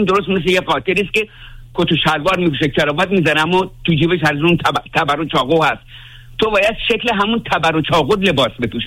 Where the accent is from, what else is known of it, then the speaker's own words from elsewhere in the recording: Iran; من واقعا به عنوان یه ایرانی